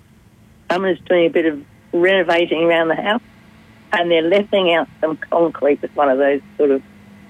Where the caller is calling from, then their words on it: Victor Harbor, South Australia, Australia; I'm calling from Victor Harbour.